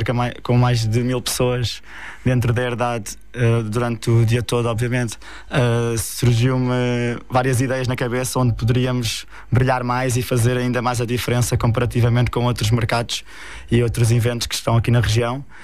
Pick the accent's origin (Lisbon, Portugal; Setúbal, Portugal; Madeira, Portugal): Lisbon, Portugal; Carvoeira; na terra que cresci, na Carvoeira.